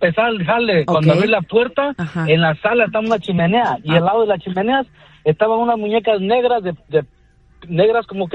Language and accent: Spanish; Morelos, Mexico; Que me escucho medio italiano, pero soy mexicano.